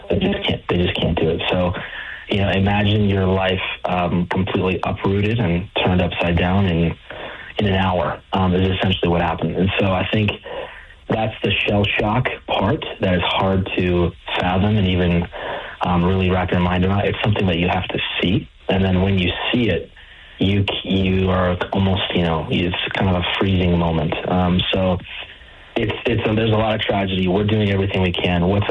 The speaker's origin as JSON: {"language": "English", "town": "Spokane", "region": "Washington", "country": "United States", "tie": "born or raised there", "said": "I was born here in Spokane. We've lived here our whole lives."}